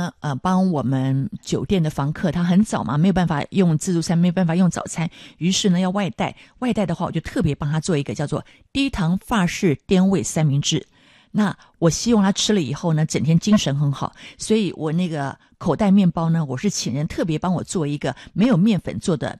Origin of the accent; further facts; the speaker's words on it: Taiwan; 我就是客家人嘛，台湾人嘛，嗯，对，我们已经有我们自己的饮食文化。